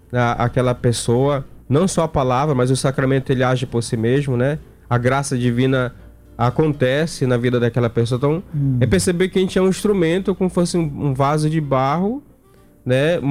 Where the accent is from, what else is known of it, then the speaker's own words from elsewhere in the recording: Amapá, Brazil; moved away; Eu era um jovem do interior do Amapá, sou do município de Amapá. Uhum. Gosto de dizer que sou Amapá duas vezes